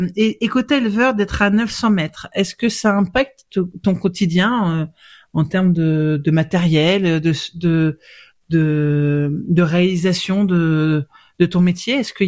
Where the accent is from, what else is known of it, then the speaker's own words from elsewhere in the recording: Brittany, France; Alors, moi, je te pose cette question en tant que bretonne, hein